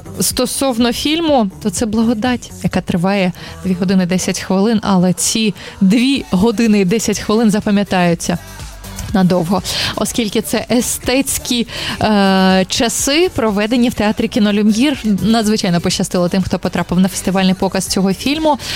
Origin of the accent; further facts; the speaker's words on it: Ivano-Frankivsk, Ivano-Frankivsk Oblast, Ukraine; мені особисто, як уродженці Івано-Франківська